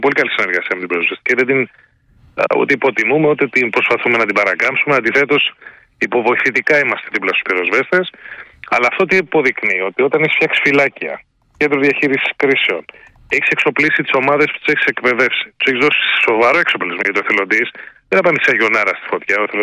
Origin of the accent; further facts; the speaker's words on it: Kefalonia, Ionian Islands, Greece; Σας λέω γιατί είναι το νησί μου κεφαλονιά και έχω πρώτη επάμεξη εικόνα.